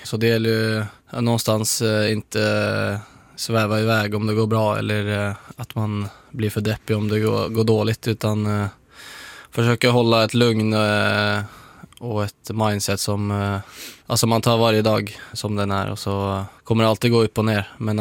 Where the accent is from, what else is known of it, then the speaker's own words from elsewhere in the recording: Lørenskog, Akershus, Norway; moved away as an adult; now in Malmö, Sweden; Från Lørenskog heter det. Ligger en kvart utanför Oslo.